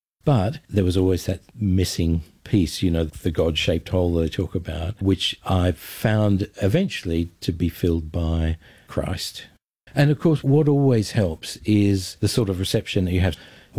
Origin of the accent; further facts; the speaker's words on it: Melbourne, Victoria, Australia; now in Ramsey; I was born and I grew up in Melbourne, in Australia. I went to a Presbyterian school